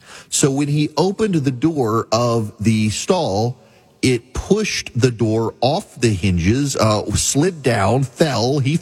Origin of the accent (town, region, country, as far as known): Louisiana, United States